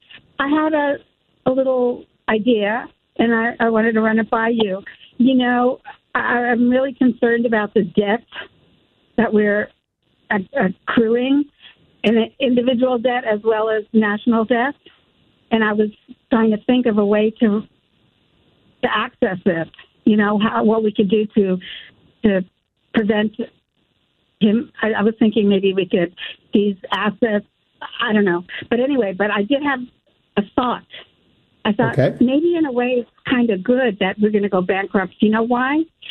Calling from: Santa Monica, California, United States; Santa Monica.

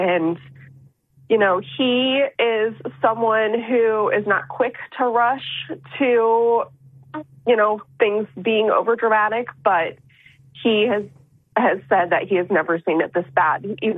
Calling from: Hillsboro, Missouri, United States; I'm in Hillsboro, Missouri.

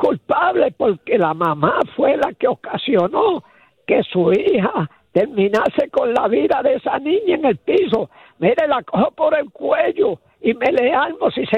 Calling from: Bayamón, Puerto Rico; de Bayamón.

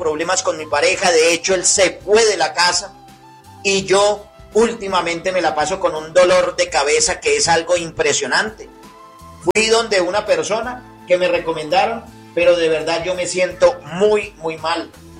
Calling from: Fontana, California, United States; Soy de aquí de Fontana y soy una mujer que últimamente yo de verdad ya no encuentro qué hacer.

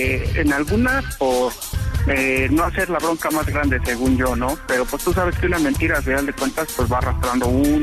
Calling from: Tula de Allende, Hidalgo, Mexico; soy tuleño.

